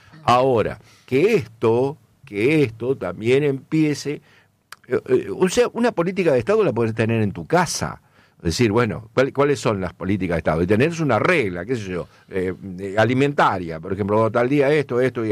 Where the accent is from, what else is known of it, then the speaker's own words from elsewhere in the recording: Santa Fe, Argentina; Me parece que ahí está el juego que tenemos que tener como santafesino y como empresario.